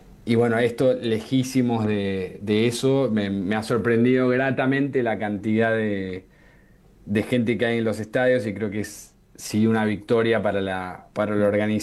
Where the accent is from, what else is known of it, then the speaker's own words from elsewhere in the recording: Argentina; now in Mexico City, Mexico; para nosotros como argentinos